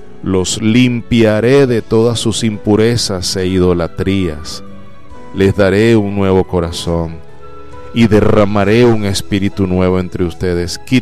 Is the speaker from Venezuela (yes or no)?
yes; Venezuela; Yo sí creo que el Señor está haciendo eso en mi tierra maravillosa, en mi país.